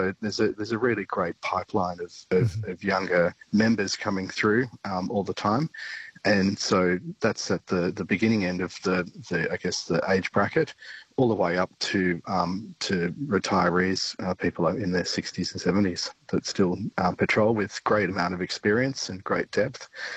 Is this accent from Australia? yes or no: yes; Manly, New South Wales, Australia; moved away as an adult; now in Newcastle, Australia; Well, I grew up around the beach. I grew up in Manly and always had a lot to do with the beach when I was a kid.